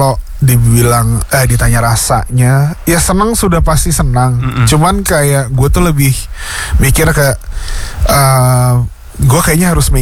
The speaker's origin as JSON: {"language": "Indonesian", "region": "Jakarta", "country": "Indonesia", "tie": "born or raised there", "said": "Gue asli Jakarta."}